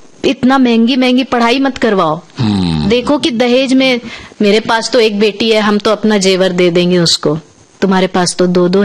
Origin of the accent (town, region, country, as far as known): Bihar, India